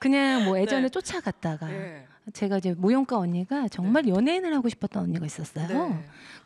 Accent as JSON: {"language": "Korean", "region": "Jeolla", "country": "South Korea", "tie": "born there", "moved": "yes", "said": "무용을 전라도에서 처음 시작하고 제가 유년 시절을 전라도의 딸이처럼 살았습니다."}